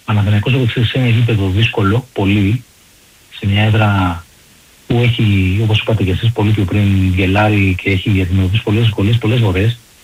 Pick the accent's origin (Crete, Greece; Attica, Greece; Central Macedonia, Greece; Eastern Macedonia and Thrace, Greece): Attica, Greece; Vyronas; επειδή είμαι από το Βύρονο και είναι γέννημα χρέμα.